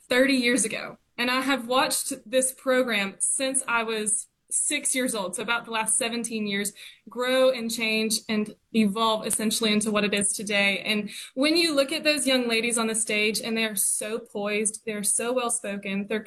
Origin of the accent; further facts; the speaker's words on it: Memphis, Tennessee, United States; also born or lived in Southern US; Well, Memphis is home for me. I grew up here. I did move around the South a little bit with my dad's job, but we always knew that we were coming back to Memphis.